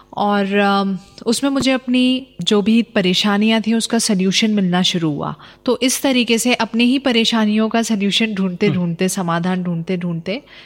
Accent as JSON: {"language": "Hindi", "town": "Bhopal", "region": "Madhya Pradesh", "country": "India", "tie": "born or raised there"}